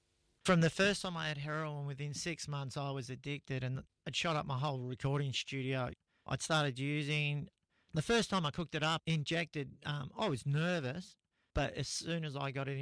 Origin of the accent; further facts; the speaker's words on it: Frankston, Victoria, Australia; Where I grew up at Frankston, it was a really tough place.